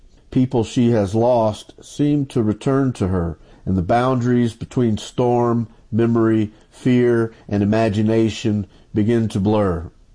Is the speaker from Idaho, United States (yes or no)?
no; Goodwill, Oklahoma, United States; from Goodwill, Oklahoma, here for the HPPR Radio Readers Book Club's 2026 Fall Read.